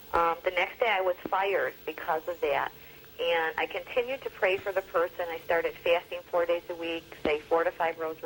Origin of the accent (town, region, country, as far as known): Chicago, Illinois, United States